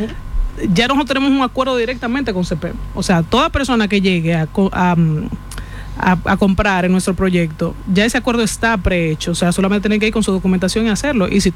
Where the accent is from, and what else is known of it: Dominican Republic